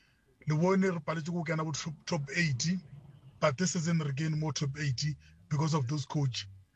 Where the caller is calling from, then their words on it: Tembisa, Gauteng, South Africa; from Tembisa.